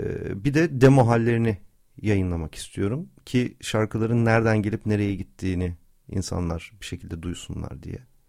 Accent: Ankara, Turkey; moved away as an adult; now in Istanbul, Turkey; İstanbul tabii doğma büyüme Ankaralıyız ama artık neredeyse hayatımın yarısını İstanbul'da geçirmiş olacağım.

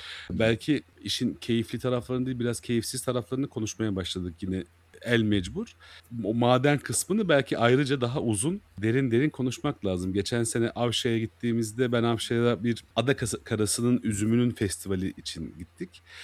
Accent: Heybeliada, Istanbul, Turkey; İşte ben Heybeli Adalıyım. Bizim adalarımızda araba yoktu.

